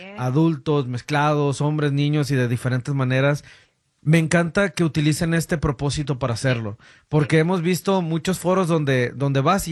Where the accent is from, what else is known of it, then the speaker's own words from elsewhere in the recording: Guanajuato, Mexico; moved away; yo soy de Guanajuato.